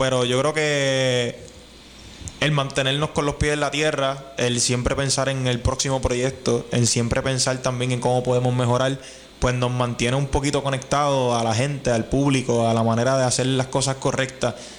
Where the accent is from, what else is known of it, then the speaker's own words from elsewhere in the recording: San Germán, Puerto Rico; estoy creciendo y estoy haciéndolo en mi pueblo de San Germán